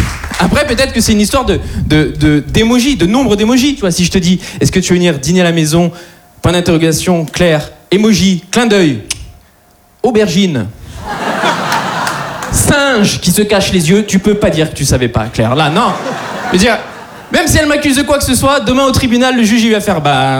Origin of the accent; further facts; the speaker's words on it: Switzerland; now in France; Il y a un mec qui a commenté « Tu viens d'où ? Retourne dans ton pays !» Je dis la vérité, je dis « Suisse. »